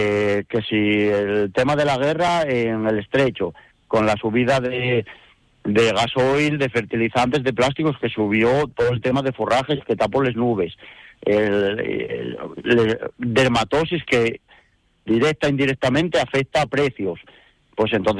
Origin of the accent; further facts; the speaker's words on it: Asturias, Spain; Pero bueno, yo creo que como asturianos esto... Cualquier asturiano que pregunte puede decir que este año alcanzamos temperaturas aquí, vamos, impensables.